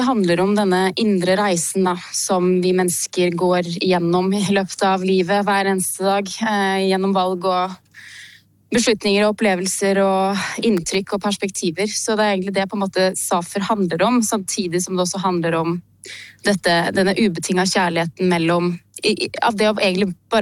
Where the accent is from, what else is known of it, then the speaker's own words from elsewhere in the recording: Gjøvik, Innlandet, Norway; jeg født og oppvokst hjemme på Gjøvik med en far fra Irak og en mamma fra Norge, fra Toten.